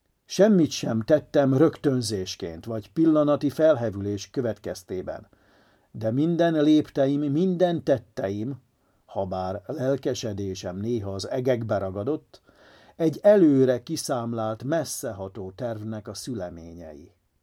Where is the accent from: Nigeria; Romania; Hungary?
Hungary; Magyarként kell cselekednünk. Istenhez kiáltunk nemzetünkért, mert történelmünk viharai sok feladatot nem engedtek megoldani korábban.